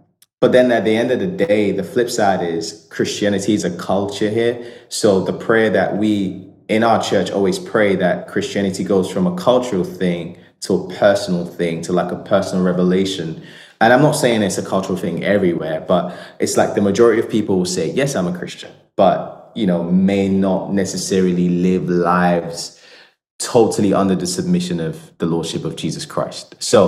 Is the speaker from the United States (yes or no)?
no; Nigeria; also born or lived in United Kingdom; You know, I lived in the UK for 18 years. I'm also Nigerian, so Nigerian humor is very like outlandish